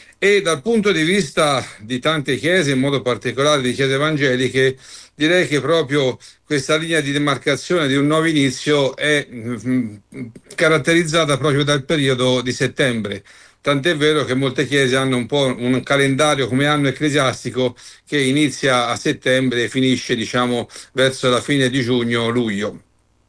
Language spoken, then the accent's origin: Italian; Florence, Tuscany, Italy; Io sono di Firenze